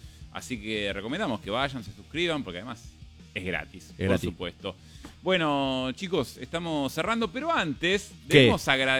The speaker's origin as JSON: {"language": "Spanish", "country": "Argentina", "tie": "born there", "said": "Yo nací en Argentina, hermano, en Argentina nací."}